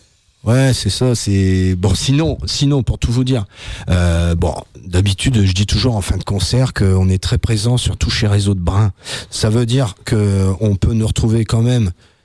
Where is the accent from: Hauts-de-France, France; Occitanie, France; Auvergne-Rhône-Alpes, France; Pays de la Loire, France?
Hauts-de-France, France; Vignacourt; je viens de la vallée de la Nièvre, et puis j'ai fait toute mon enfance à Vignacourt